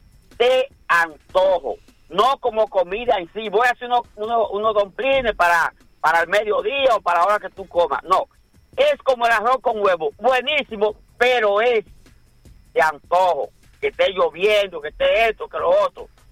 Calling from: Cibao, Dominican Republic; Macho, yo soy de Cibao.

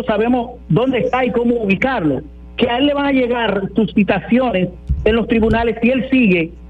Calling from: Villa Jaragua, Bahoruco, Dominican Republic; nosotros somos también ahí de Villa Jaragua.

